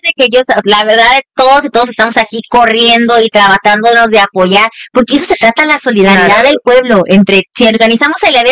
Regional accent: Ciudad Juárez, Chihuahua, Mexico; yo soy de Juárez

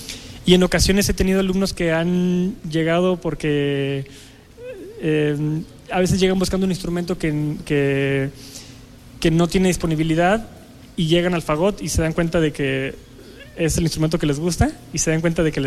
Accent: Celaya, Guanajuato, Mexico; Yo soy de Celaya, Guanajuato.

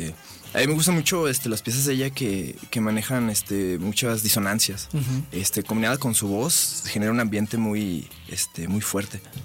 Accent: Mexico; nosotros como mexicanos

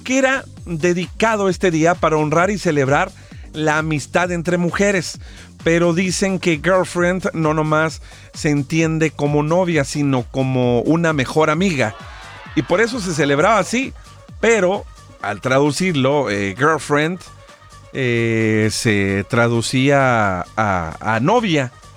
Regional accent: Mexico

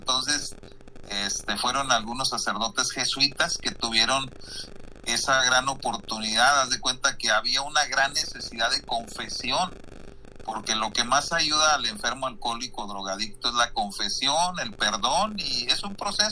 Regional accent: Múzquiz, Coahuila, Mexico; soy de Musquis

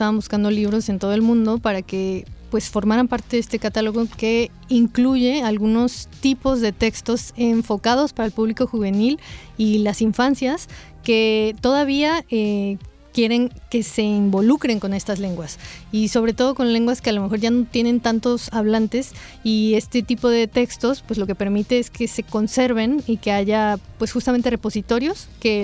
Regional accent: Orizaba, Veracruz, Mexico

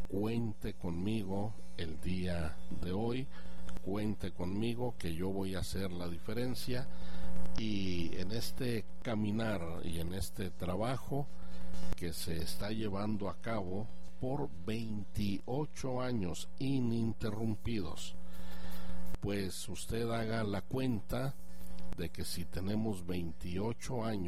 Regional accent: Chihuahua, Mexico; Comencé evangelizando en mi ciudad natal, que es Chihuahua

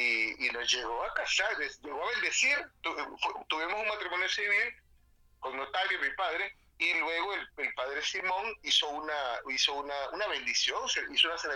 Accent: Tegucigalpa, Francisco Morazán, Honduras; moved away as an adult; now in San Pedro Sula, Honduras; yo no sabía que Pedrito era de mi pueblo, de Jesús de Torre en Tegucigalpa.

